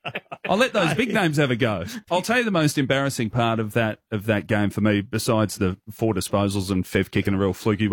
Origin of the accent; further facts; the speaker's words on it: Hoppers Crossing, Victoria, Australia; I grew up in Hoppers Crossing.